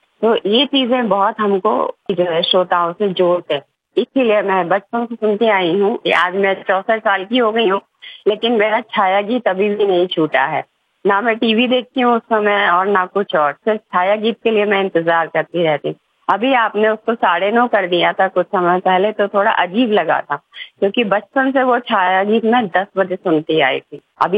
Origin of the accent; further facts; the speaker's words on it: Bhopal, Madhya Pradesh, India; moved away as an adult; now in Indore, India; मैं इंदौर में ही रहती हूँ। मेरा मायका और मेरा बचपन भोपाल में गुजरा है